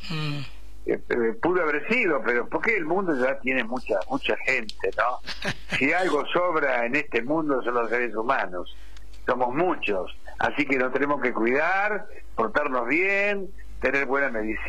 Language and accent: Spanish; Argentina; moved away as an adult; also born or lived in Puerto Rico